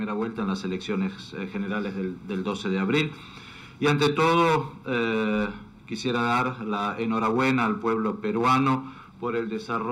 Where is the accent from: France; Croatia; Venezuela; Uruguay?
Croatia; Yo vengo de Croacia.